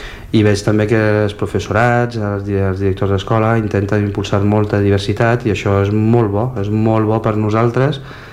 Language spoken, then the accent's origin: Catalan; Valencia, Valencian Community, Spain; now in Barcelona, Spain; vaig conèixer la meva parella, que és francesa, però la vaig conèixer al meu poble, a València